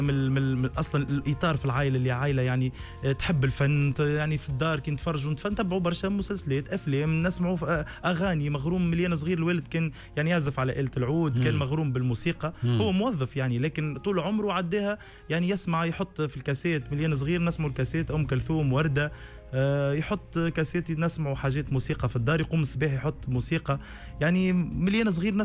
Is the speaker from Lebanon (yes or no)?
no; Tunisia; accent: Tunisian; لهجتنا مش صعيبة وجيت فترة يعني نقول اللهجة التونسية هي اللي مصعبت لنا الخروج لبرا للعالم العربي